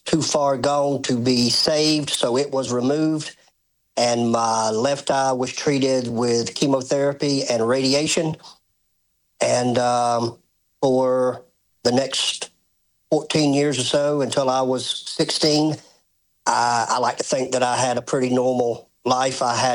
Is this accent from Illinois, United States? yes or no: no; Thomaston, Georgia, United States; I'm from Georgia. I was born and raised in a small town of Thomaston, Georgia.